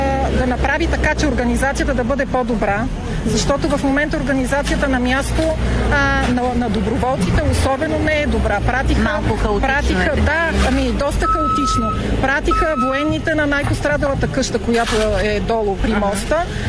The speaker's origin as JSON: {"language": "Bulgarian", "town": "Strumyani", "region": "Blagoevgrad Province", "country": "Bulgaria", "said": "От Срумяни съм."}